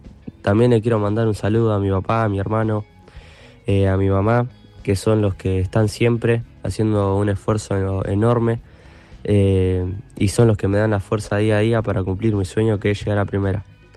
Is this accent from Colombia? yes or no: no; Ushuaia, Tierra del Fuego, Argentina; born there; jugador de la octava división de Vélez. Soy nacido en Ushuaia